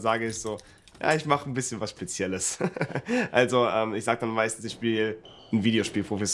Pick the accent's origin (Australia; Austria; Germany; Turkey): Germany; Munich, Bavaria; ich bin 25 Jahre alt und gebürtiger Münchner.